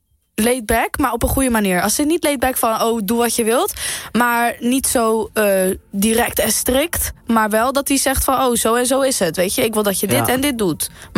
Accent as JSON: {"language": "Dutch", "town": "Maassluis", "region": "South Holland", "country": "Netherlands", "said": "ik kom uit Maassluis. Ik ben 18 jaar, pas geworden."}